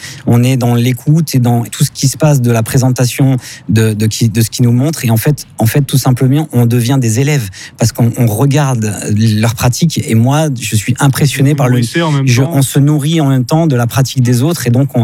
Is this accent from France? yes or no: yes; Provence-Alpes-Côte d'Azur, France; Moi, je suis de la Côte d'Azur, donc j'ai fait quand même 450 km pour venir les voir